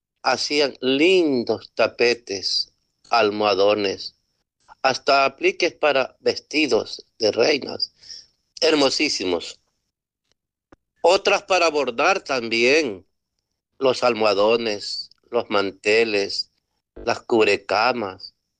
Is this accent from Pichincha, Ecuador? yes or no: no; Manabí, Ecuador; En mi tierra bolivarense